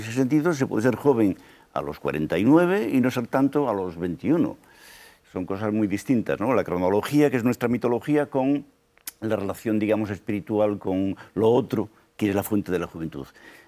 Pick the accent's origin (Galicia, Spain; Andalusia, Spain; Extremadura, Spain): Galicia, Spain; pero yo como gallego soy desconfiado